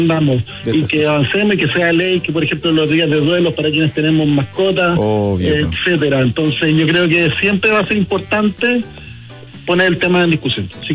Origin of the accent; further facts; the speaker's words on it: Chile; A nosotros como chilenos